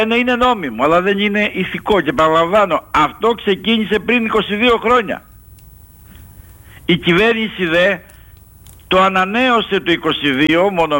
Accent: Vasilikos, Zakynthos, Ionian Islands, Greece; born there; moved away; θα επισκεφτώ το σπιτάκι που γεννήθηκα στο Γάμπαρα, στο Βασιλικό, κατά από τη Δάφνη.

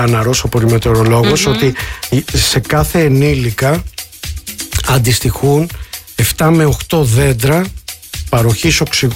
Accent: Crete, Greece; Εγώ είμαι από Κρήτη.

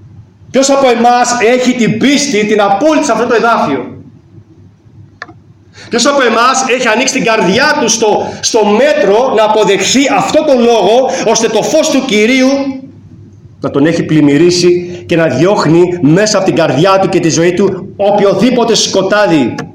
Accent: Rhodes, South Aegean, Greece; moved away; also born or lived in Karpathos; εδώ στη Ρόδο, καθώς είμαι, μιας και είμαι ροδίτης.

